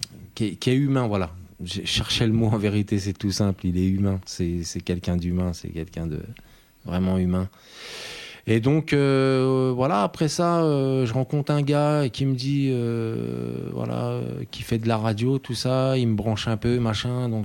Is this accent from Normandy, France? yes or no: no; Montreuil, Île-de-France, France; now in Yonne, France; Alors, moi, je suis de Montreuil à la base. Je suis un pur Montreuilois. Et en 2012, je décide de partir un peu de la banlieue.